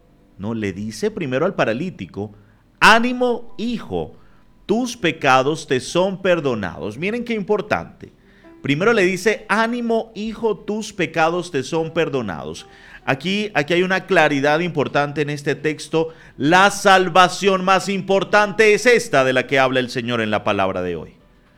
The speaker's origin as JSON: {"language": "Spanish", "country": "Venezuela"}